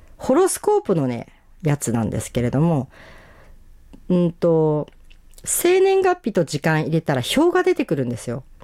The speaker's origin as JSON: {"language": "Japanese", "town": "Otaru", "region": "Hokkaido", "country": "Japan", "tie": "born there", "said": "どこで生まれたかで、私はあの小樽って入れて、"}